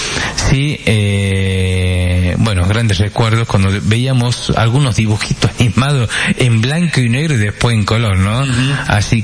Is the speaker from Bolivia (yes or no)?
no; Argentina; nos sentimos identificados con la argentinidad